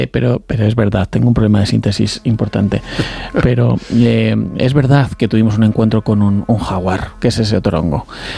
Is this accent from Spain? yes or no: yes; Spain; como español blanquito que llega allí